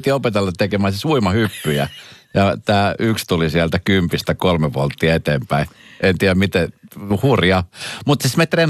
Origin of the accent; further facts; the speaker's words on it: Espoo, Uusimaa, Finland; minä espoolaisena